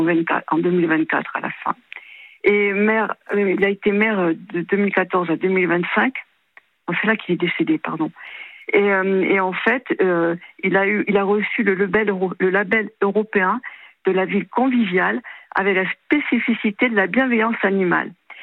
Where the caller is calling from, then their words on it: Mérignac, Nouvelle-Aquitaine, France; Là, je suis à Mérignac et près de Bordeaux.